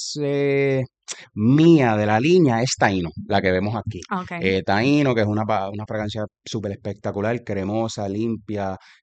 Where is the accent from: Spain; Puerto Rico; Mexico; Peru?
Puerto Rico; Ponce; yo soy de Ponce.